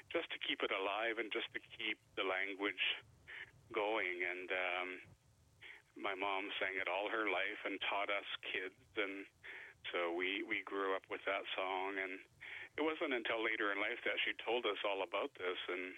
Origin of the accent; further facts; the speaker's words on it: Vancouver, British Columbia, Canada; growing up in East Van in the 70s